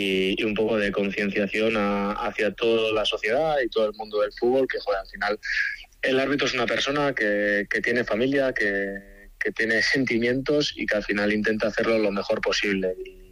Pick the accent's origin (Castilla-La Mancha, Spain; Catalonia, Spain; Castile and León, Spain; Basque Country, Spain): Basque Country, Spain; yo en ese momento jugaba en un club de barrio de mi pueblo y bueno, pues tenía tiempo los fines de semana, de estudios iba bien, lo sacaba sin problemas y era como, joder, pues tengo tiempo el finde y vi una noticia en la web de la Federación Guipuzcoana